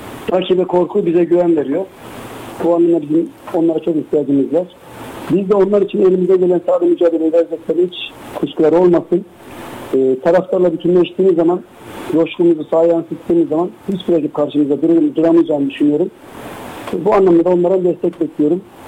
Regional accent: Amasya, Turkey; moved away as an adult; now in Izmir, Turkey; Aslında kendim İzmirli değilim. Amasya'nın küçük bir ilçesinde Taşoğlu'yum. Ama benim çoğu arkadaşlarım İzmirli olarak bilir. Eşim buralı. Haliyle zaten hanım köylü olduk.

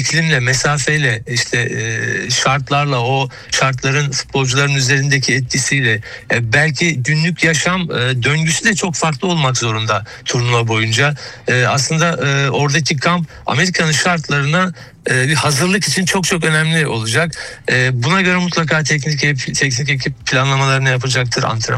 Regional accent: Samsun, Turkey; Tabii ben bir de Samsunluyum yani. Ben çocukluğumdan beri ve Samsun Spor maçlarını hep stadyumda canlı canlı izlemiş, destek vermiş bir insan.

